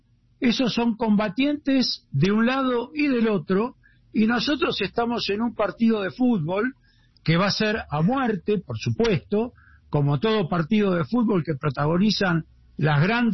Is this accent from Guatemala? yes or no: no; Argentina; y bueno, pensando, somos argentinos, pero la realidad es esa, Jorge.